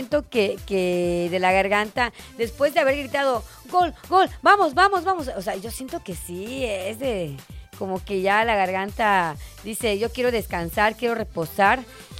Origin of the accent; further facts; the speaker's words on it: Mexico; nosotros como mexicanos